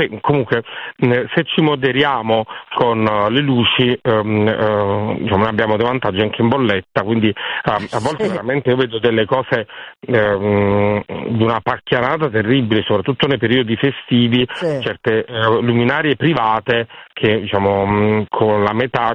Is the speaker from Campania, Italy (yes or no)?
yes; Naples, Campania, Italy